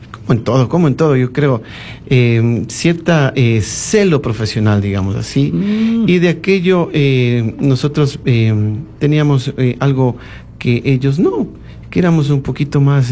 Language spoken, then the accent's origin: Spanish; Quito, Pichincha, Ecuador; born there; Yo nací en la ciudad capital, exactamente.